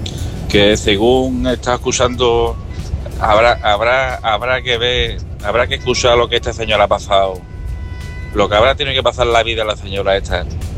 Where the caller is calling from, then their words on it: San Fernando, Andalusia, Spain; corresponsal de San Fernando, Cádiz.